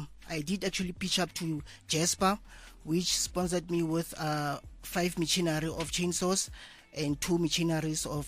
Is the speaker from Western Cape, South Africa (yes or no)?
no; Northern Cape, South Africa; I'm from Pusmansburg